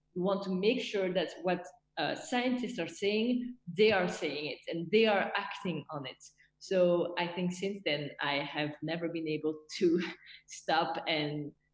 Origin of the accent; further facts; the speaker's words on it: Belgium; English is a second language; also born or lived in Vietnam; I'm from Belgium. I've almost lived all my life here. I also lived 5 years in Vietnam